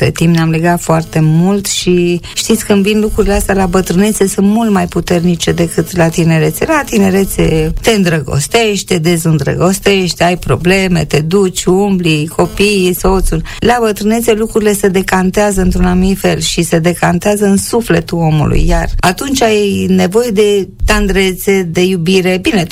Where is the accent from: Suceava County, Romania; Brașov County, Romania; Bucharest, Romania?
Bucharest, Romania; born there; Eu m-am născut lângă București în 1946, deci sunt sudistă, cum spun eu, așa, dar în caracter nu, să știți, mă consider și eu absolut basarabeancă